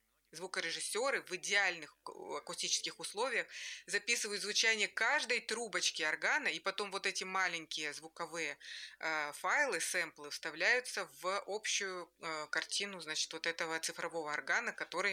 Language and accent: Russian; Saint Petersburg, Russia; поскольку я из Санкт-Петербурга